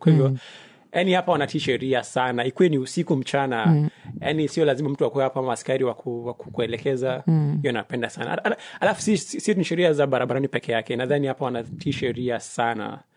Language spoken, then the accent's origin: Swahili; Kenya; moved away as an adult; also born or lived in Mombasa; now in Germany; Najua pia nimetoka Kenya na pia nimesomea Mombasa